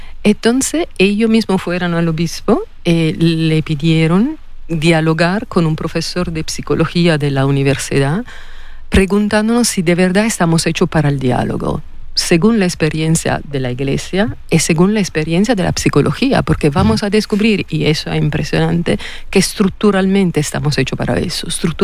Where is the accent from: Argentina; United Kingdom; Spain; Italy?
Italy; accent: Italian; Spanish is a second language; yo vengo de una tradición italiana, se nota por mi acento y se nota por mi incapacidad de hablar español.